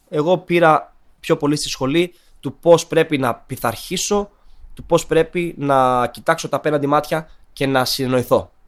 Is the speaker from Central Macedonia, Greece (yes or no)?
yes; Thessaloniki, Central Macedonia, Greece; moved away; πηγαίνω στα μέρη που μεγάλωσα και που πήγα σχολείο, ξέρω εγώ, στην Πηλαία.